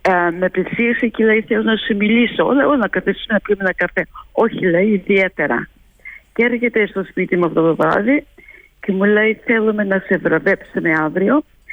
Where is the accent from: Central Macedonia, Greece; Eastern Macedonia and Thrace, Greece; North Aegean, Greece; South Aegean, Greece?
North Aegean, Greece; Anemotia; moved away; Και το χωριό μου το πολύ το αγάπησα.